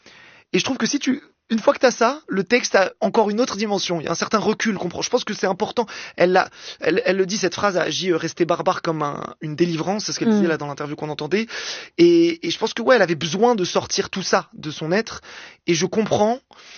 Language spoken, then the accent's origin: French; Algeria; Et en plus, moi, en tant qu'Algérien, il y a évidemment le rapport entre l'Algérie et la France est particulier.